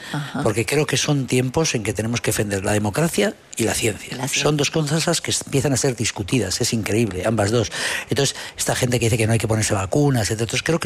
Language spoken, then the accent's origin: Spanish; Basque Country, Spain; yo me siento español, me siento vasco, me siento español, me siento europeo y me siento iberoamericano.